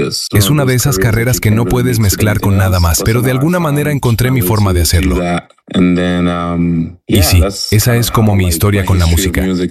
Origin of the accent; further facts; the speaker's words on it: Nigeria; now in Chicago, United States; Soy originalmente de Nigeria. Soy de un hogar nigeriano. El primero de tres hijos.